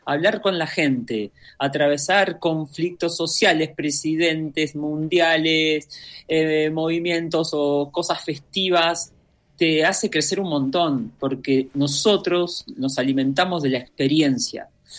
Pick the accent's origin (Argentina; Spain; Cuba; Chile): Argentina; Nosotros venimos de Argentina